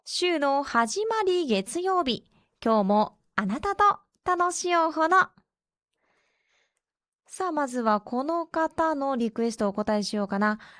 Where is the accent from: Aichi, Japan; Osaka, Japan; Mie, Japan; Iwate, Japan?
Iwate, Japan; Morioka; 自分のふるさと盛岡というのをラベルで見ると嬉しくなるもんです。